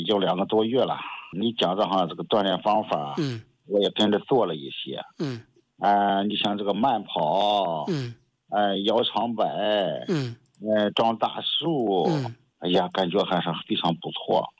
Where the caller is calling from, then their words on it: Shandong, China; 我是山东的听众啊。